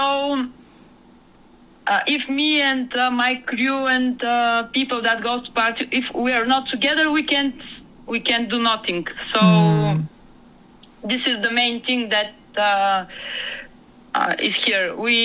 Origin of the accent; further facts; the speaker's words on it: Varna, Varna Province, Bulgaria; now in Plovdiv, Bulgaria; I'm from Varna, Bulgaria, but now I live in Plovdiv. Plovdiv is in the middle of Bulgaria.